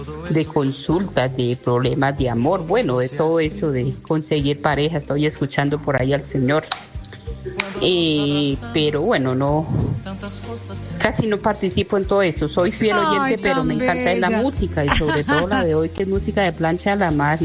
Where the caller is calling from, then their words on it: Bogotá, Colombia; desde Kennedy.